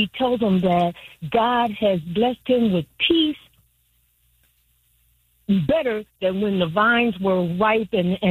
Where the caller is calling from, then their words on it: Cleveland, Ohio, United States; from Cleveland.